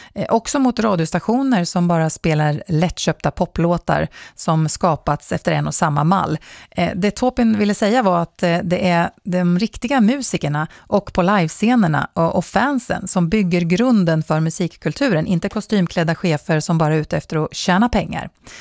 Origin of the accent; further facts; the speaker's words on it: Sweden; mig som svensk musikpatriot.